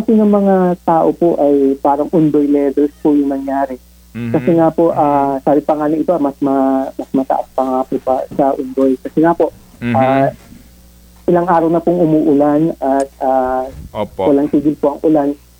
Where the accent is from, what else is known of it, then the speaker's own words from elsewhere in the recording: Pasig, Metro Manila, Philippines; Palipat pa lang po ako ng Parañaque. Actually, taga Pasig po ako.